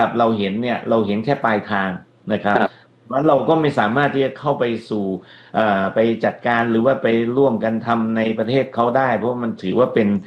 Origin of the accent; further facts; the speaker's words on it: Chiang Rai, Thailand; เพราะว่าผมโตในจังหวัดเชียงรายแล้วก็ได้กินน้ำได้กินปลาในแม่น้ำนะครับ